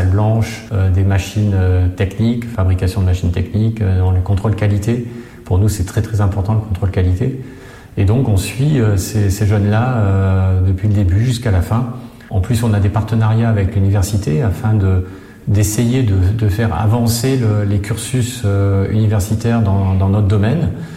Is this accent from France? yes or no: yes; France; now in Mauritius; je vais prendre la France puisque je suis d'origine de France.